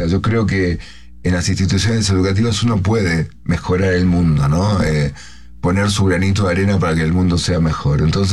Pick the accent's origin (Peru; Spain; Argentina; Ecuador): Argentina; Rosario, Santa Fe; moved away; also born or lived in Jerusalem; yo no soy de Buenos Aires, soy de una ciudad que se llama Rosario, que está donde nacieron Ángel Di María y Lionel Messi.